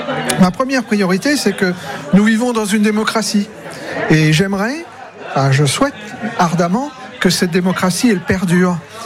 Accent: Cherbourg, Normandy, France; Cherbourg.

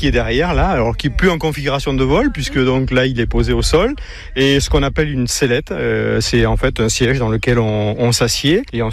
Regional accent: Bayonne, Nouvelle-Aquitaine, France; j'ai 67 ans et je suis de Bayonne.

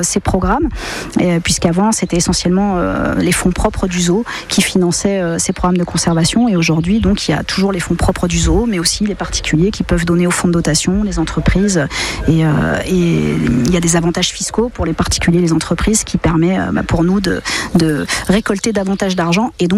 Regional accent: France; chez nous en France

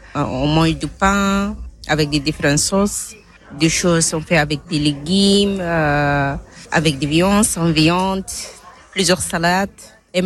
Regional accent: Sudan; French is a second language; now in France; Je viens du Soudan. Je suis en France depuis 2019.

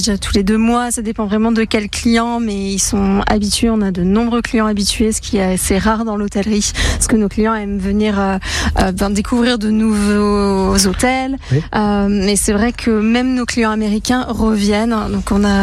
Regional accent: Grand Est, France; j'ai décidé de revenir un petit peu dans ma région natale, et il y avait le projet du Royal Champagne qui a ouvert à ce moment-là.

